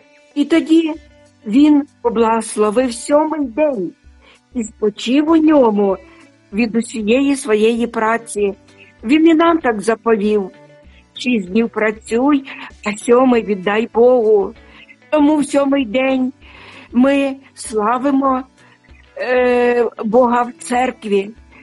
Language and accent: Ukrainian; Sumy, Sumy Oblast, Ukraine; Він захищає моє рідне місто Суми.